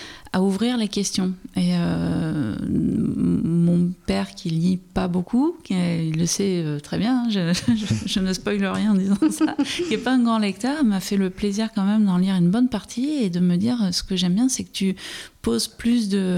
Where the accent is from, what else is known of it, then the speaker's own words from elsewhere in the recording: Nouvelle-Aquitaine, France; j'ai grandi près de Bordeaux, dans un milieu populaire, où on n'avait pas forcément des accès à la culture